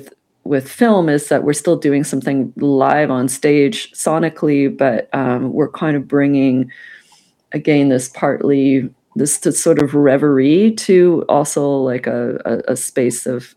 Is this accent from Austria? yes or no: no; Vancouver, British Columbia, Canada; now in Santa Cruz, United States; growing up in Vancouver and currently in Santa Cruz.